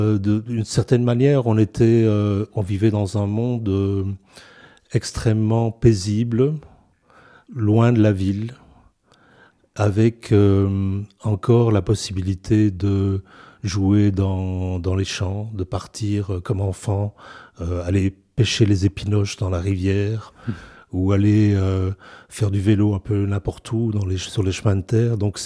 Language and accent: French; Ohain, Wallonia, Belgium; J'ai grandi dans le Brabant wallon, dans un village qui s'appelait Ohain, qui a été rattaché à la commune de Lannes maintenant.